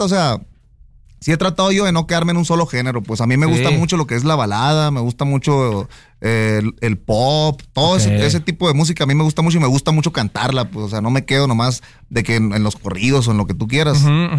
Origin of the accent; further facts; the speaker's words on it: Ciudad Obregón, Sonora, Mexico; Yo soy de Ciudad Obregón